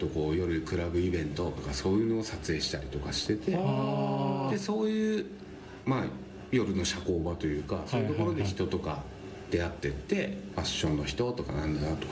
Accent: Hakodate, Hokkaido, Japan; moved away as an adult; also born or lived in Sapporo; now in Tokyo, Japan; 函館18まで、高校卒業まで函館で7年間札幌、

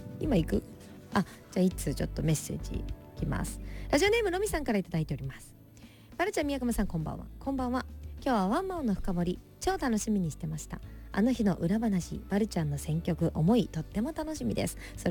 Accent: Hyuga, Miyazaki, Japan; moved away; 私の地元宮崎県日向市

